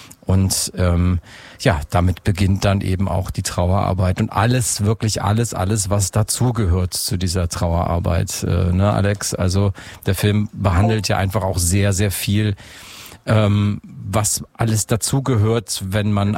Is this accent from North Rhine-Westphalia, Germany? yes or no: yes; Aachen, North Rhine-Westphalia, Germany; born or raised there